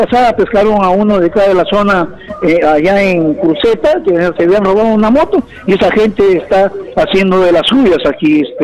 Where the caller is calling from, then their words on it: Piura, Peru; Yo vivo en Macocata.